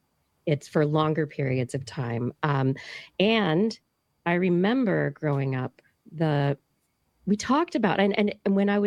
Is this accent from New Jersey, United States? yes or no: no; Central Valley, California, United States; I grew up in the Central Valley, went to UC Davis